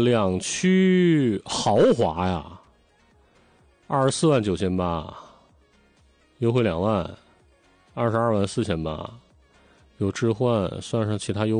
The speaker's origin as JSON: {"language": "Chinese", "town": "Dalian", "region": "Liaoning", "country": "China", "said": "因为咱们家乡的球队，我们大连人对足球的这个喜爱，全球共睹"}